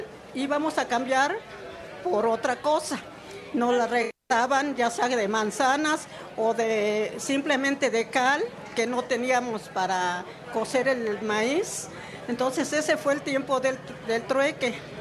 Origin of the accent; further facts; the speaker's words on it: Mexico City, Mexico; De Santa María Tepepan. Sí, yo nací en Tepepan